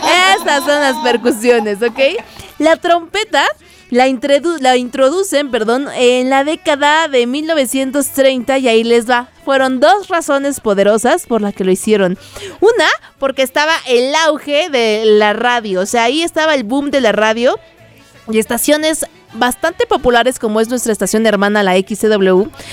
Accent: Mexico; somos mexicanos

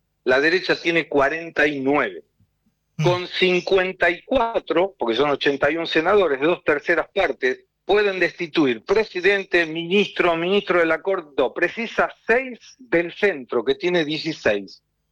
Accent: Argentina; now in São Paulo, Brazil; Soy el único argentino que tiene un programa propio en la televisión brasileña

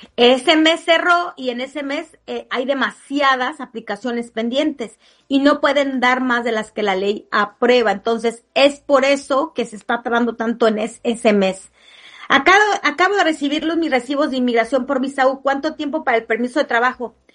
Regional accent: Mexico; Soy de México.

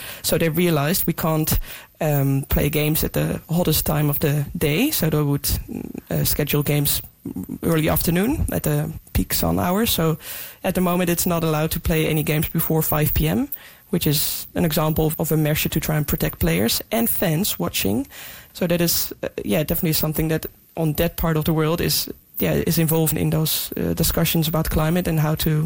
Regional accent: Netherlands; I think growing up there wasn't growing up in the Netherlands playing football there.

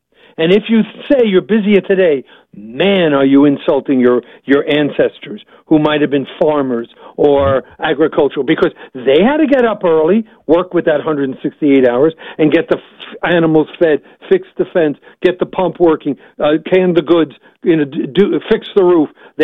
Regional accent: New York, United States; now in Chicago, United States; I'm from New York

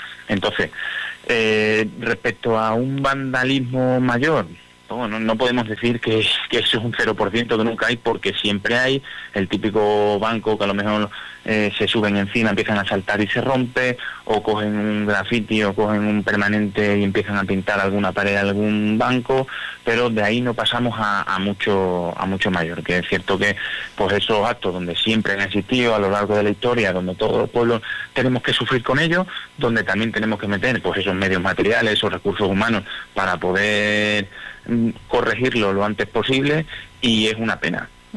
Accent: Montijo, Extremadura, Spain; siendo alcalde de mi pueblo

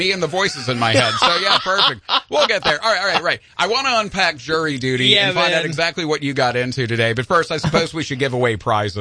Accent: United States; I'm too American to know what that is.

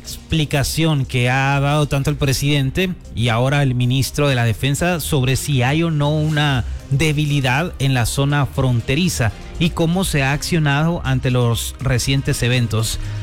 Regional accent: Guatemala

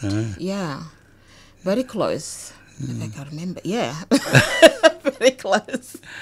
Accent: Khartoum, Sudan; born there; moved away; I was born in the Exat Khartoum.

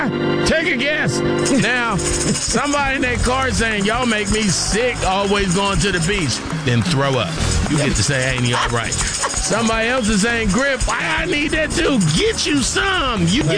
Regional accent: California, United States; I'm from California.

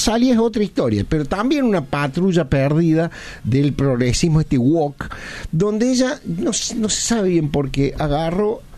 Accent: Argentina

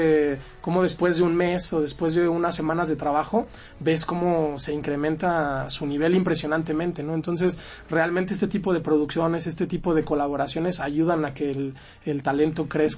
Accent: State of Mexico, Mexico; moved away as an adult; also born or lived in Monterrey / Philadelphia / New York; now in San Diego, United States; nací, soy de la Ciudad de México, después crecí en el Estado de México, tuve oportunidad de estudiar danza en Monterrey, me ofrecieron una beca para irme a Filadelfia, luego me fui a Nueva York

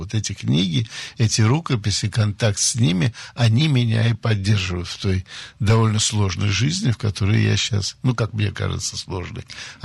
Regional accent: Saint Petersburg, Russia; Слушайте, я мальчик питерский, занимался каратэ, прошел русскую армию советскую, вообще командиром танка был

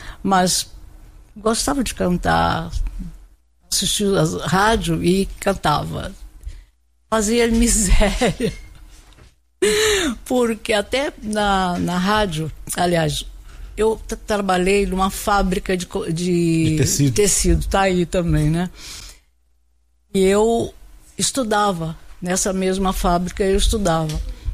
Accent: Campos, Rio de Janeiro, Brazil; Sou do estado. Sou carioca de Campos, estado do Rio.

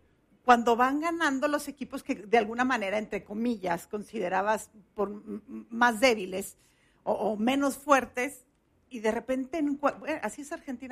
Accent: Mexico; nosotros tenemos como mexicanos años sin celebrar algo

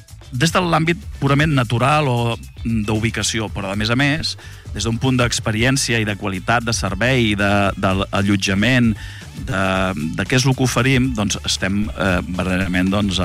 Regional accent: Cambrils, Catalonia, Spain; Jo sóc de Cambrils. El càmping nostre és el Platja Cambrils.

